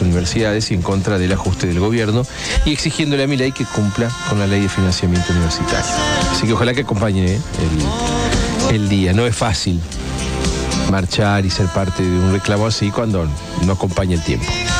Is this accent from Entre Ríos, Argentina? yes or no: yes; Entre Ríos, Argentina; como tantos argentinos, como tantos entrerrianos